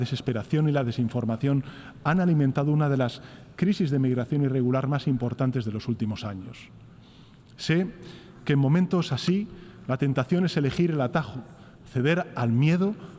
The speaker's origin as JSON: {"language": "Spanish", "country": "Spain", "said": "mi país, España"}